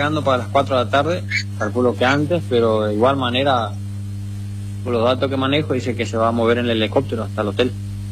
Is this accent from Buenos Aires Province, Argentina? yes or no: no; Comandante Andresito, Misiones, Argentina; Mi pueblo fue uno de los pueblos que más votó a Milei. Pero hoy, si vos te vas a Andresito, un pueblo fantasma. O sea, da lástima, da vergüenza del pueblo pujante que éramos hace 2 años atrás